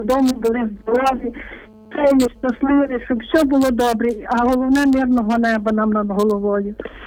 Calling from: Ivano-Frankivsk Oblast, Ukraine; я з Івано-Франківщини.

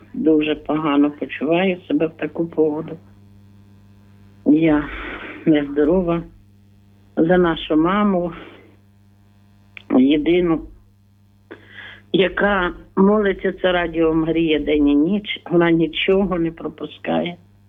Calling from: Zhytomyr Oblast, Ukraine; Ми з Житомирщини, але на Житомирі в Житомирі був, а ми сюди Коростишів.

